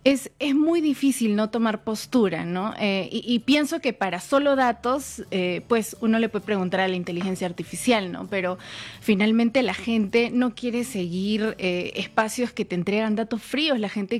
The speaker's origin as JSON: {"language": "Spanish", "country": "Peru", "said": "yo vengo desde Perú"}